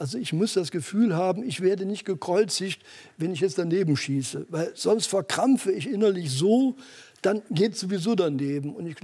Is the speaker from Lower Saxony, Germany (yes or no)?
no; Mönchengladbach, North Rhine-Westphalia, Germany; born there; Ich bin gebürtiger Mönchengladbach und hatte das Glück.